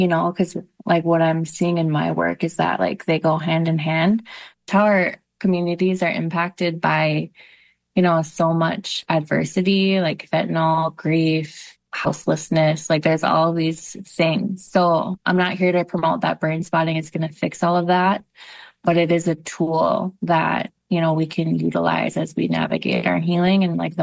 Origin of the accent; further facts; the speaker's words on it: Red Lake, Minnesota, United States; That's my Ojibwe name. I'm Bear Clan and I'm from Red Lake.